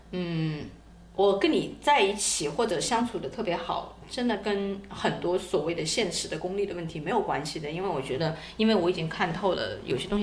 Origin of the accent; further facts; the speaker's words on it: China; 我们中国人